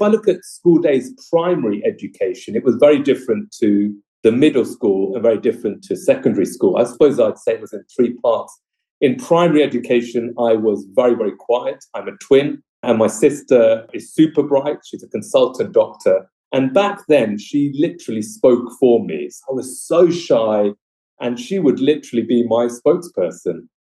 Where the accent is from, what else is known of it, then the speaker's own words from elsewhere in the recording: Watford, East of England, United Kingdom; growing up in Watford. We were living in a terraced house.